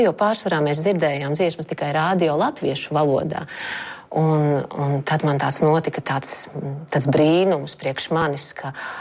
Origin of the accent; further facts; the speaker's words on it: Latgale, Latvia; first language Latgalian; Tā ir mana sirds. Nu, tā es esmu. Esmu latgaliete. Tā tas ir.